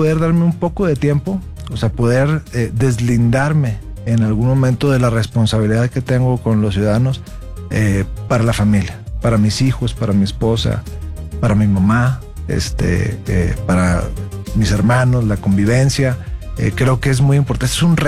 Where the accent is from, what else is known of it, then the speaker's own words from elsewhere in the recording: Nuevo León, Mexico; born there; En Nuevo León tenemos la experiencia de que hay mucha gente que nacimos en Nuevo León